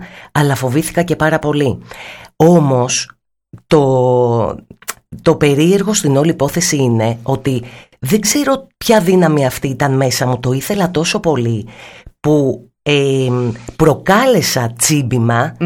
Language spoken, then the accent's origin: Greek; Athens, Attica, Greece; μεγάλωσα στην Αθήνα, δεν είχα τέτοιες παραστάσεις.